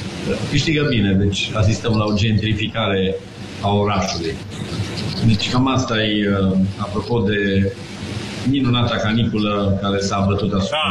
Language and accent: Romanian; Cluj-Napoca, Cluj County, Romania; de unde ești, din Cluj